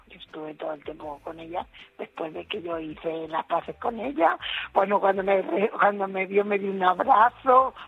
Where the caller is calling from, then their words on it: Valladolid, Castile and León, Spain; yo soy de Valladolid.